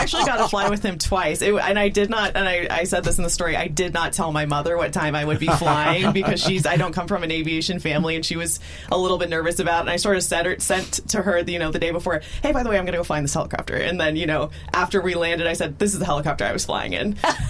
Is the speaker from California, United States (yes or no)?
yes; Los Angeles, California, United States; that's my community. I'm from Los Angeles.